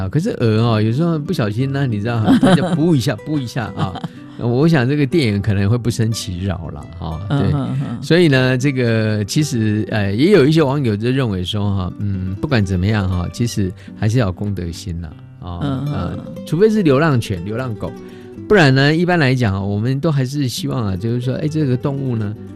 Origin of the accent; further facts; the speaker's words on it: central Taiwan, Taiwan; 但是我是中部人嘛